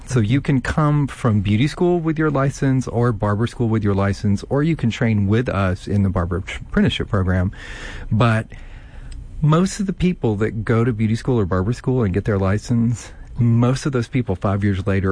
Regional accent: Sibley, Louisiana, United States; I am from Sibley, Louisiana.

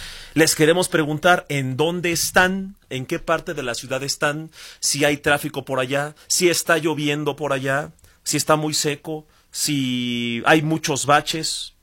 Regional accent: Mexico; no solo como mexicanos, sino como vaya sociedad

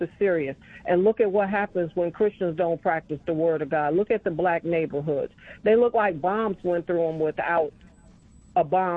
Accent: Chicago, Illinois, United States; now in Chapel Hill, United States; Okay. Yeah, I'm from Chicago.

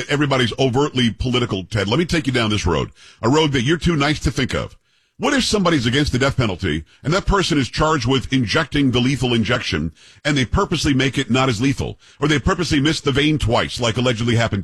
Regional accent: Florida, United States; I grew up in Florida where they executed people, and they just they electrocuted them.

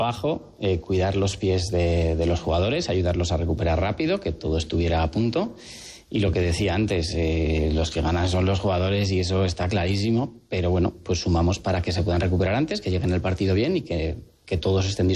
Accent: Huesca, Aragon, Spain; Pues un orgullo, y nosotros somos muy de Huesca

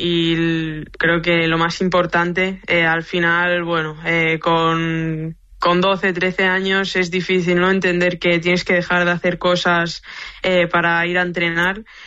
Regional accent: Lloret de Mar, Catalonia, Spain; also born or lived in Blanes; Sí, nací en Blanes, pero de siempre he estado en Lloret. Es mi pueblo, Lloret de Mar.

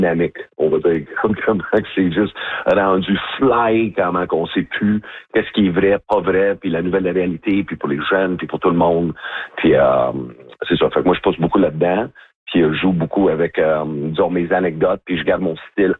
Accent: Edmonton, Alberta, Canada; French is a second language; now in Quebec, Canada; Sinon, ouais, j'ai commencé en anglais. Je viens d'Edmonton, Alberta.

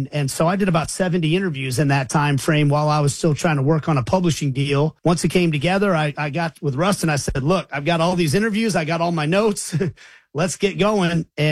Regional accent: Kansas City, Kansas, United States; I've learned so much about my hometown. I've always loved Kansas City, and I'm a person who feels like I grew up in Wyandotte County.

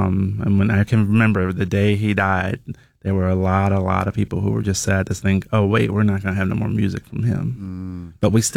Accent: Philadelphia, Pennsylvania, United States; You have to remember, growing up in Philly, there were some iconic black radio stations. WDAS in Philadelphia was sort of like the black radio station growing up.

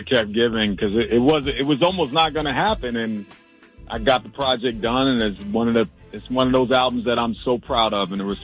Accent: New York, United States; My tenacity, I'm a New Yorker, my tenacity is, I'm relentless.

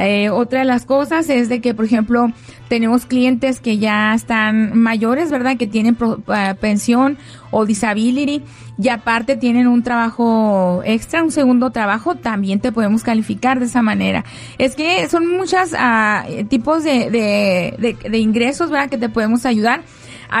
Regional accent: Chihuahua, Mexico; Entonces yo vengo de Chihuahua. Yo estudié una carrera, yo soy ingeniero civil.

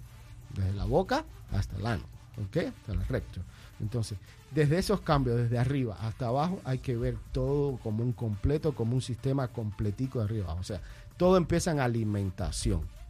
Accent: Cuba; now in Las Vegas, United States; En Cuba, de donde soy

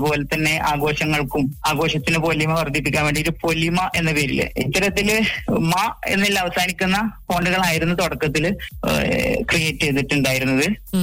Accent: Mampad, Kerala, India; നാട്ടിൽ മലപ്പുറം ജില്ലയിലെ മമ്പാട് സ്ഥലത്താണ്

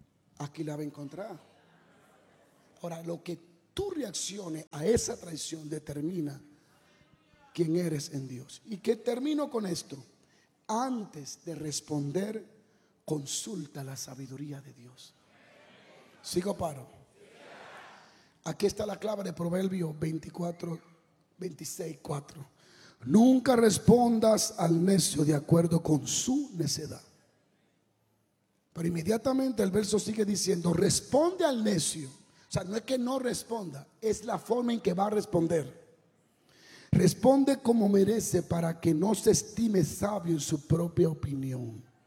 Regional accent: Dominican Republic; Yo soy dominicano.

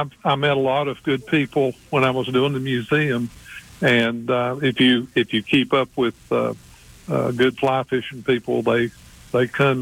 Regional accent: Lenoir, North Carolina, United States; moved away; I have just a few relatives still in Caldwell County and around Lenore. Believe it or not, I grew up, 10 or 15 miles from Cap Wiese and never met Cap.

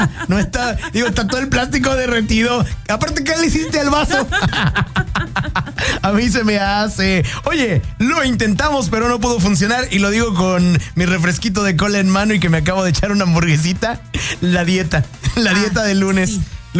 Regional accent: Mexico; Nosotros somos buenísimos los mexicanos en reírnos de nuestra desgracia.

